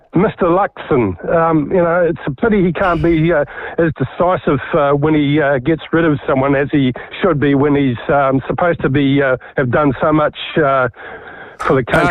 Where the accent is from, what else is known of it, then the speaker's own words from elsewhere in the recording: Auckland, New Zealand; No, I grew up in Rob Muldoon's electorate.